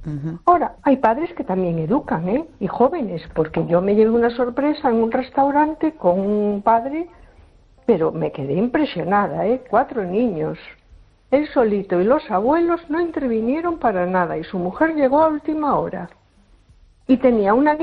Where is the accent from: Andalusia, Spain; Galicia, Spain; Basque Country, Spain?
Galicia, Spain; A Coruña; Hola, buenas noches. … de Coruña.